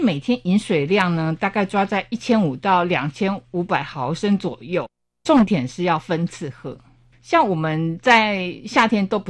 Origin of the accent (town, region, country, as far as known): Taiwan